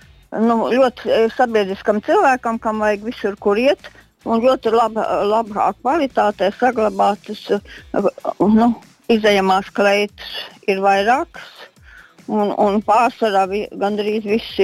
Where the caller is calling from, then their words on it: Vidzeme, Latvia; Esmu no Vidzemes puses